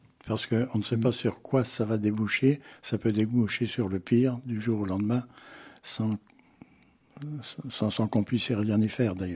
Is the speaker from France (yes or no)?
yes; France; chez nous en France